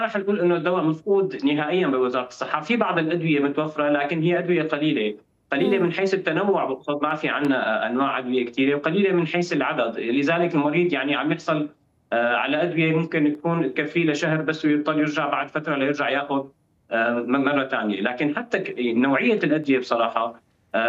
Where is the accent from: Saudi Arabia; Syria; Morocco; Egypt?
Syria; now in Damascus, Syria; عندنا بسوريا